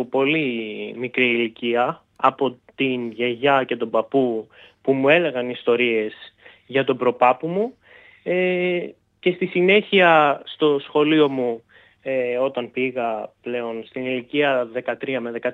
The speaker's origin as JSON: {"language": "Greek", "town": "Mesimeri", "region": "Central Macedonia", "country": "Greece", "tie": "born or raised there", "said": "εγώ για το χωριό μου εδώ το Μεσημέρι"}